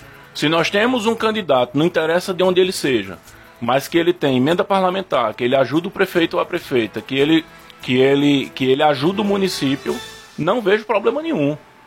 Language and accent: Portuguese; Caruaru, Pernambuco, Brazil; Mas Caruaru é minha terra, eu cresci aqui